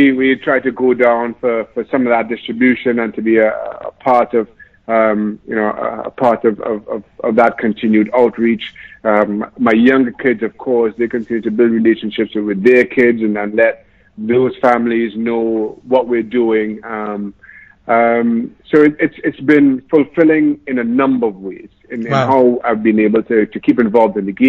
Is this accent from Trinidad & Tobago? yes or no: yes; Diego Martin, Trinidad & Tobago; moved away; Growing up in Trinidad, I grew up in Northwest. Town called Diego Martin